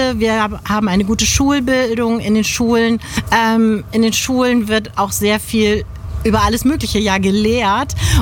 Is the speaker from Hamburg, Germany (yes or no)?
yes; Hamburg, Germany; Also generell bin ich schon sehr dem Wasser und dem der Seefahrt sehr verbunden, als Hamburger Dern wieder.